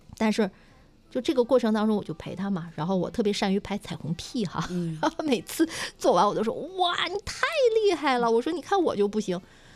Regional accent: China; 我们中国人是比较含蓄的哈

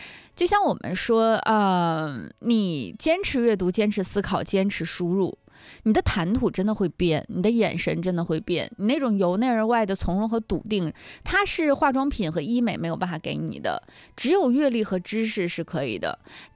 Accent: Northeast China, China; accent: Northeastern dialect; 用咱们东北话来说

